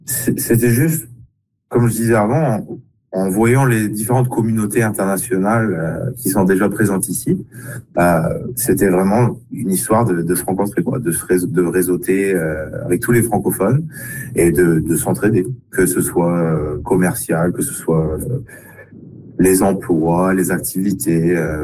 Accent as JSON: {"language": "French", "country": "St. Pierre & Miquelon", "moved": "yes", "lives_now": "St. John's, Canada", "said": "des Français de Saint-Pierre-et-Miquelon, d'où je viens"}